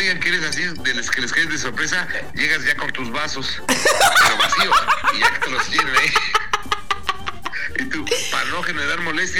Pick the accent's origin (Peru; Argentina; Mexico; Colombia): Mexico; en México, pues todavía no nos cae el 20